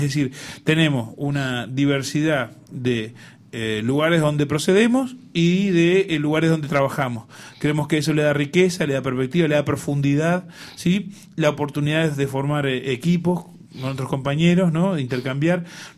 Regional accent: Rivera, Uruguay; en la frontera norte, donde vengo yo, de la Ribera

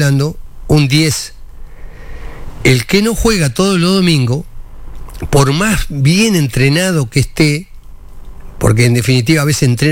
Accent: Uruguay; Yo soy uruguayo, claro. Y él es argentino.

